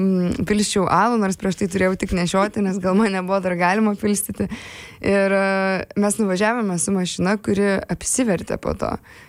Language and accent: Lithuanian; Lyduokiai, Vilnius County, Lithuania; Aš užaugau Ukmergės rajone, net ne pačioje Ukmergėje. Ir gimiau tokiam Lyduokių miestelį.